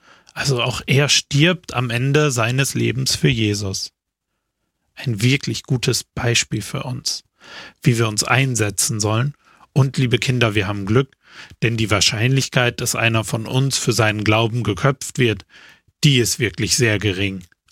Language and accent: German; Austria; Zumindest heißt sie bei uns in Österreich so.